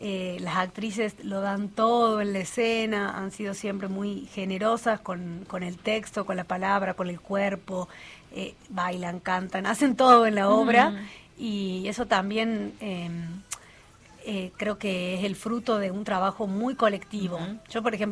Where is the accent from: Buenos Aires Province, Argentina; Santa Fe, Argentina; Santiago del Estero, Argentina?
Santiago del Estero, Argentina; Frías; Yo nací en Frías y viví toda la vida en Frías.